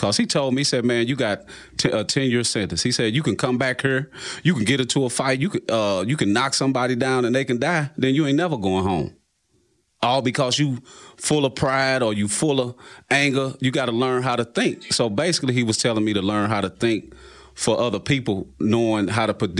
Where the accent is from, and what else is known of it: St. Louis, Missouri, United States